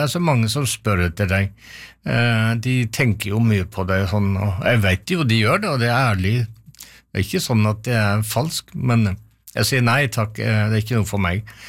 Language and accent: Norwegian; Vestfold og Telemark, Norway; accent: Telemark dialect; snakket telemarksmål med dem, da ble jeg mer og mer radikal i min dialekt, og finner tilbake til språket gjennom de gamle som jeg besøker.